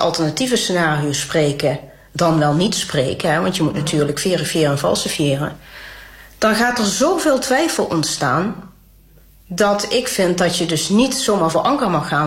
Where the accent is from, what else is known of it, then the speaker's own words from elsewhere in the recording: Limburg, Netherlands; Nou ja, ik ben natuurlijk geboren in Limburg en woon er al mijn hele leven. Geboren vlakbij Roermond, later in Maastricht gaan studeren.